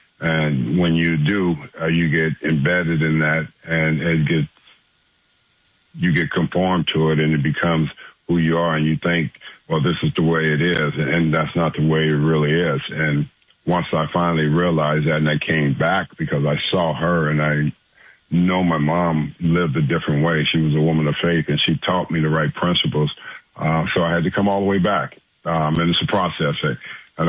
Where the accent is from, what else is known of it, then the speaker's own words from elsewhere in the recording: Los Angeles, California, United States; I wasn't afraid, because I'm born and raised in South Central.